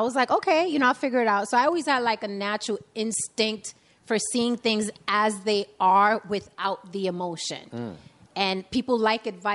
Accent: New York City, New York, United States; now in Las Vegas, United States; born and raised in the Bronx.

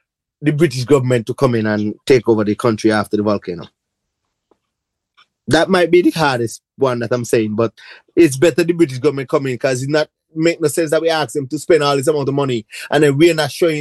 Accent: Montserrat; moved away

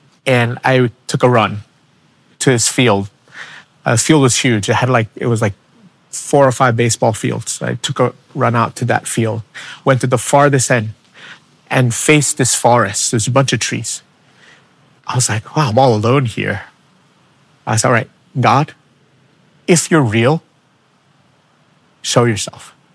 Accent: New York City, New York, United States; I'm from the Bronx

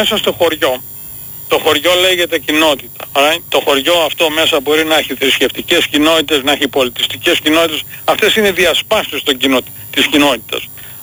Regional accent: Macedonia, Greece; moved away as an adult; now in New Jersey, United States; εγώ το μεγάλωσα στην Ελλάδα, ήρθε 25 χρονών εδώ

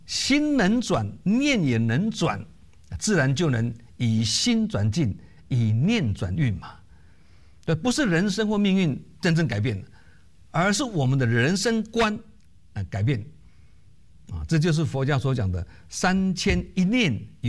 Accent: Keelung, Taiwan; 以前我小时候呢，我老家是在基隆，

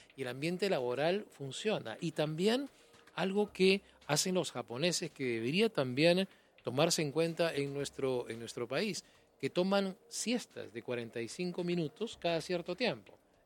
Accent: Piura, Peru; born there; moved away; yo he vivido en Piura de chiquitito, no nací en Piura por un tema de la casualidad de la vida, pero he vivido prácticamente la mitad de mi infancia en Piura.

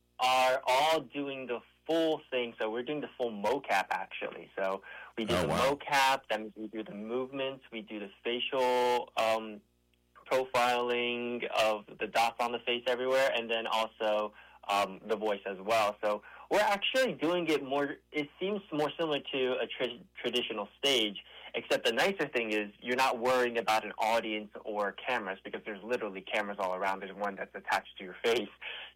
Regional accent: New Jersey, United States; So they moved here when I was, they moved here before I was born, and we grew up in New Jersey.

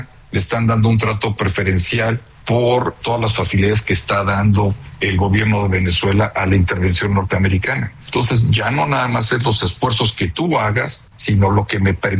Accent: Mexico; nosotros como mexicanos

